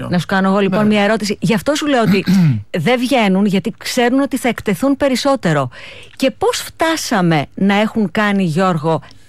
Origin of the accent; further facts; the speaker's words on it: Drymonas, Western Greece, Greece; born there; moved away; στο χωριό μου, στο Δρυμόνο Αιτωλοκαρνανίας